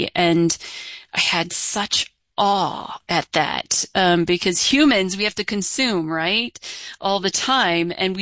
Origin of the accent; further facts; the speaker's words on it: Clinton County, Iowa, United States; now in Colorado, United States; I'm a transplant to Colorado. I was born and raised in Iowa, Eastern Iowa, Clinton County, and on a small family farm.